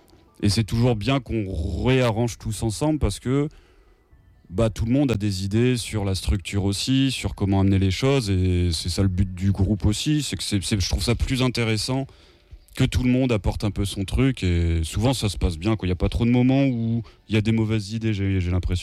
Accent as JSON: {"language": "French", "country": "France", "said": "on est français, on va pas chanter bien anglais, on va pas parler bien anglais ni écrire."}